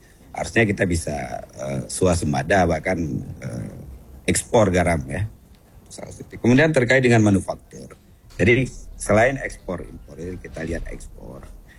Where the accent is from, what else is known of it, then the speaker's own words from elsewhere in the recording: Aceh, Indonesia; also born or lived in Jakarta; kita Aceh